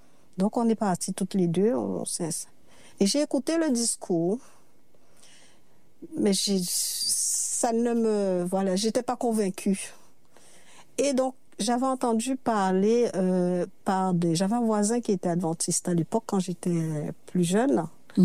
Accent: Saint-François, Guadeloupe; born there; moved away as an adult; also born or lived in Saint-Martin; on est né à Saint-François, tout le monde nous connaît.

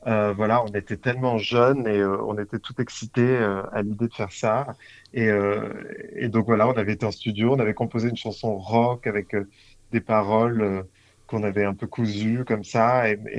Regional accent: Paris, Île-de-France, France; born there; Paris, je suis né à Paris.

